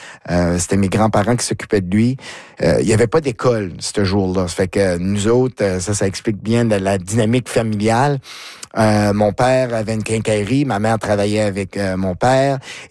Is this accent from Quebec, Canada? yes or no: no; McLeod, New Brunswick, Canada; J'ai aimé surtout le fait que tu as dit que j'étais originaire de McLeod.